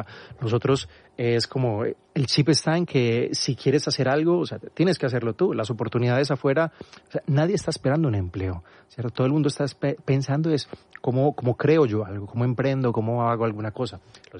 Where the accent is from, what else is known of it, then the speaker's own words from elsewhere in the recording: Medellín, Antioquia, Colombia; also born or lived in Marinilla / Manizales / Turbo / Montería; A ver, empezamos, yo nací en Medellín, después de eso mis padres se fueron a Marinilla, que es un, haz de cuenta, como decir, vivo en la sierra.